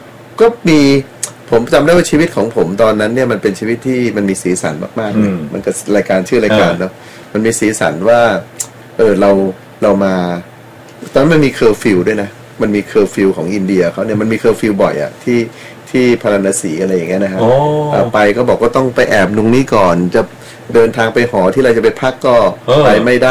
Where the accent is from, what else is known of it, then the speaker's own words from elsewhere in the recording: Phitsanulok, Thailand; moved away; also born or lived in India; บ้านผมพิโลกอ่ะผมก็เรียกพิโลก